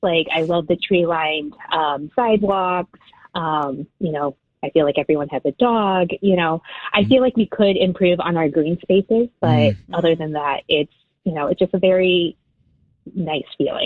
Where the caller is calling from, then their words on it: Darien, Illinois, United States